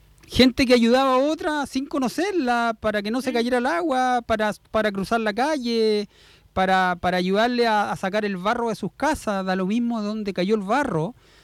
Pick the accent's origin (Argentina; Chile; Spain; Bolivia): Chile; No, es mi país, yo soy chileno y soy bien chileno.